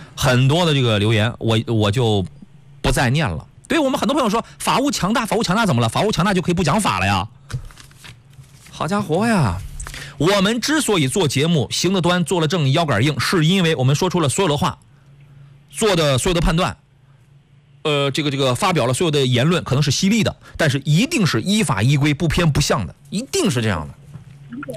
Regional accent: Qingdao, Shandong, China; 青岛的朋友，我老家的朋友，我的老乡们，我一般我不会说这样的话。这家店你们要慎重。我作为一个青岛人，

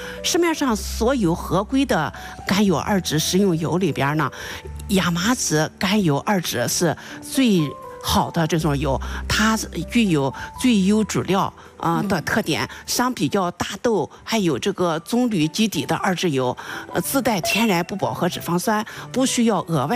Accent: Shandong, China; 我们山东人

